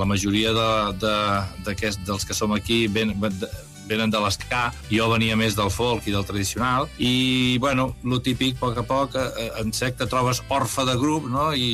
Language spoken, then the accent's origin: Catalan; Valls, Catalonia, Spain; Tots som de Valls